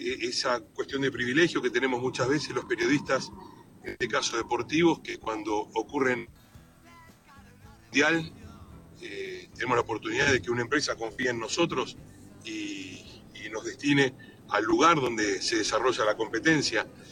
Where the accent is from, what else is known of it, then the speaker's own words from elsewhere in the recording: Argentina; Nosotros ayer, obviamente, como tantos argentinos, no podíamos parar de llorar.